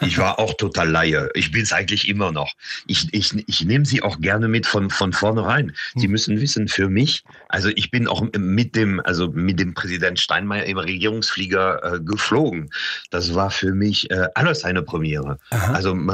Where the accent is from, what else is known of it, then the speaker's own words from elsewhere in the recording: Paris, Île-de-France, France; moved away; ich bin als Kind in Paris geboren und aufgewachsen